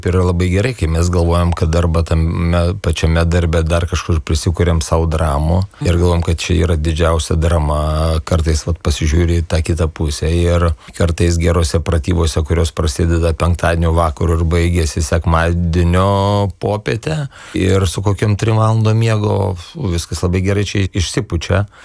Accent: Samogitia, Lithuania; also born or lived in Klaipėda; now in Vilnius, Lithuania; kaip mes žemaičiai mėgstam sakyti

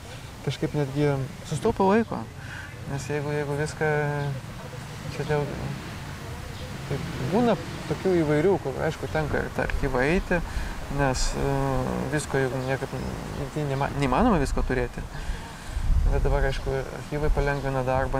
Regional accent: Aukštaitija, Lithuania; born or raised there

